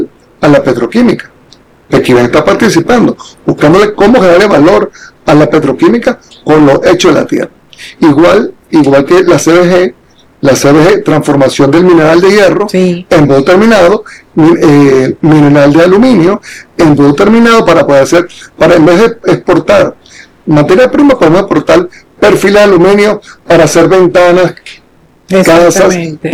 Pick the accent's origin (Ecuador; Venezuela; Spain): Venezuela